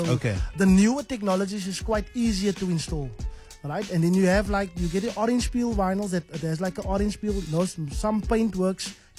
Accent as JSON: {"language": "English", "town": "Cape Town", "region": "Western Cape", "country": "South Africa", "said": "there's a few guys that they chose from Cape Town. We are three from Cape Town."}